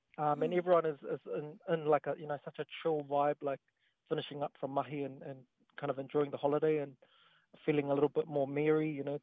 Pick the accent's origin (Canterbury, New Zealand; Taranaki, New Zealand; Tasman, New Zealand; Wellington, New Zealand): Wellington, New Zealand; here in Wellington, and I'm all about sort of raising the awareness of all the talents here, especially in my hometown.